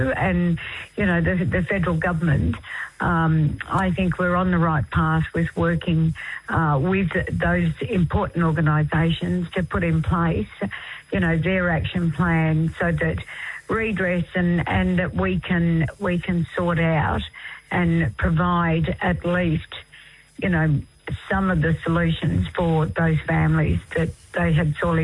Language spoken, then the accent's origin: English; Tiwi Islands, Northern Territory, Australia; I'm from the Tiwi Islands. My mum was from the Tiwi Islands. My father was a member of the Stolen Generation, removed as a little one from around Tea Tree.